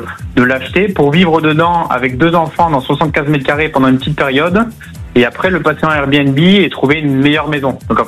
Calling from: Pamiers, Occitanie, France; Pamiers. Pamiers dans l'Ariège ou à côté de Foix.

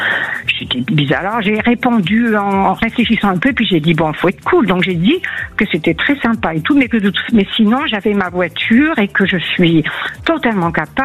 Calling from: Auvergne-Rhône-Alpes, France; Alors, je suis d'Auvergne.

